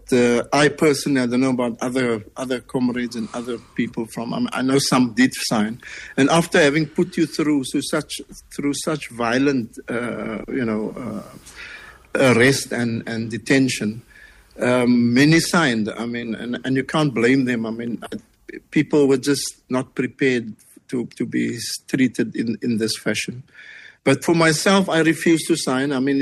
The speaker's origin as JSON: {"language": "English", "country": "South Africa", "said": "the fact that I was from South Africa"}